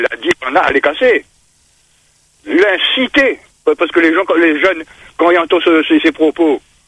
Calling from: Île-de-France, France; Moi, en Seine-et-Marne, hein.

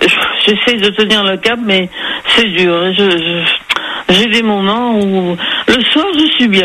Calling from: Nouvelle-Aquitaine, France; je suis à Villeneuve, je suis à côté de Bordeaux, Villeneuve

